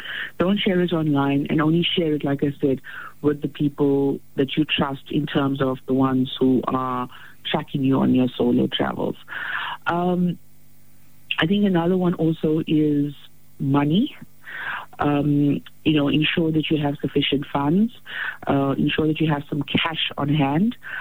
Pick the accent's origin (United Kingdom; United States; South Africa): South Africa; we're from South Africa.